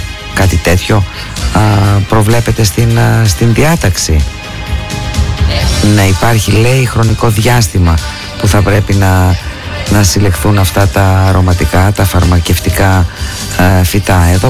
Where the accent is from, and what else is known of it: Greece